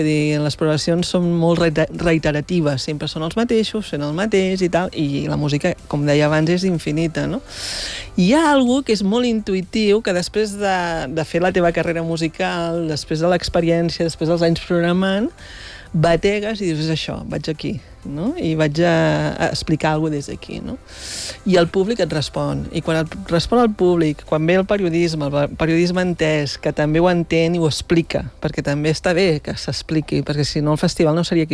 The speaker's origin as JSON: {"language": "Catalan", "town": "Barcelona", "region": "Catalonia", "country": "Spain", "lives_now": "Empordà, Spain", "said": "jo sóc de Barcelona, visc a l'Empordà, des de que sóc director del festival"}